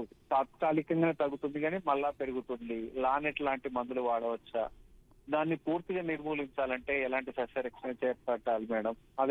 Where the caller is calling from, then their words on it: Sirikonda, Telangana, India; మాది తెలంగాణలోనే ఫేమస్ అండి వేరుశనగలో. మోతే మండలం సిరికొండ అండి, సూర్యాపేట జిల్లా.